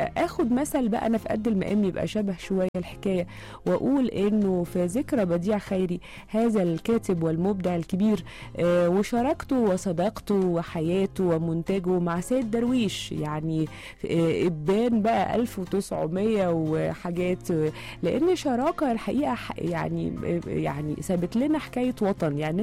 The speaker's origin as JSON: {"language": "Arabic", "country": "Egypt", "said": "كلنا كمصريين"}